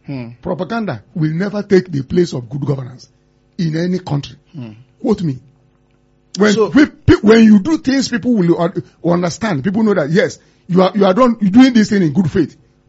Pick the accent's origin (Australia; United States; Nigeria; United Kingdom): Nigeria; I'm a Nigerian.